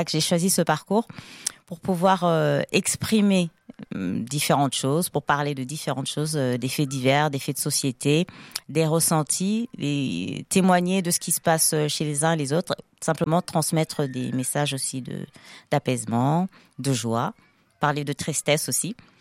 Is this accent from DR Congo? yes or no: yes; DR Congo; moved away; je suis originaire du Congo, de la RDC.